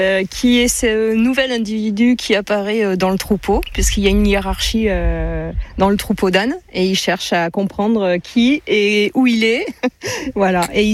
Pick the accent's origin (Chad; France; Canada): France; Saint-André-de-Cubzac, Nouvelle-Aquitaine; Moi je suis plutôt du Blayais, Saint-André-de-Cubzac, voilà.